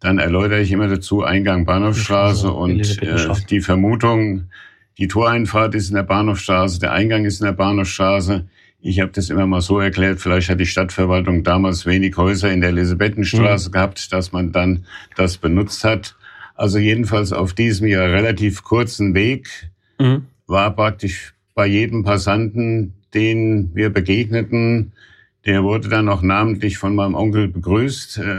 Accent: Raunheim, Hesse, Germany; Alt-Raunheimer, ich bin in Raunheim nicht nur aufgewachsen, das heißt, wie viele dann in Rüsselsheim geboren, sondern ich bin auch in den Nachkriegsjahren 1947, genau am 2. Januar 1947 in Raunheim

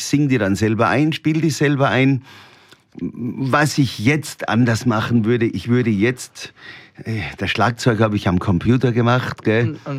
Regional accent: Mauterndorf, Salzburg, Austria; Und wir alle sind aufgewachsen am Berghof Jackelbauer, am Bauernhof am Pfanningberg in Mauterndorf.

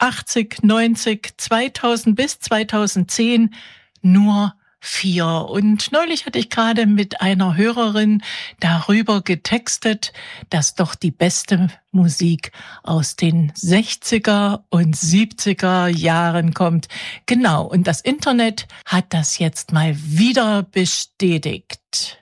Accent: Friedrichroda, Thuringia, Germany; born there; Friedrichroda ist auch mein Geburtsort. Ja, da bin ich besonders stolz drauf. Dieser kleine, wunderschöne Erholungsort im Herzen Thürings

